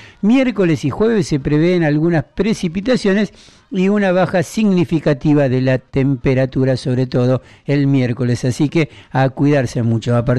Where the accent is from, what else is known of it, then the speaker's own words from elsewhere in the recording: Patagonia, Argentina; somos patagónicos